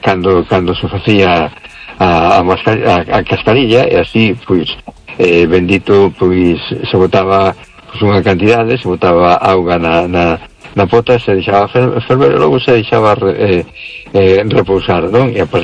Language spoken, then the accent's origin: Spanish; A Coruña, Galicia, Spain